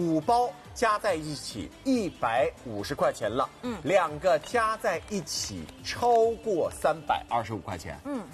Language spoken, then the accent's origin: Chinese; Hangzhou, Zhejiang, China; 因为我是杭州人